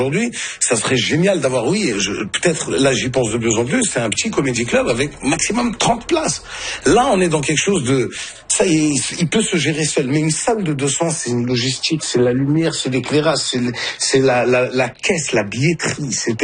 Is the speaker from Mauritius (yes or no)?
no; Morocco; now in Côte d'Ivoire; Nous, on vient du Maroc à la base. Ah, on est quatre.